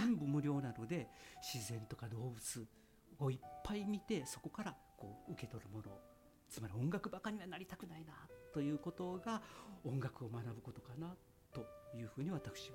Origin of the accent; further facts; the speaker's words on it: Osaka, Japan; 僕大阪の育ちなんですが、